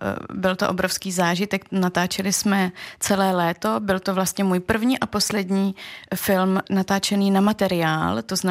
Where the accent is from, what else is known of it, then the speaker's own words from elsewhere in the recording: Buchlovice, Zlín Region, Czechia; Tak to já vzpomínám na to natáčení, které navíc ještě probíhalo v mém rodném kraji, na zámku v Buchlovicích, mimo jiné.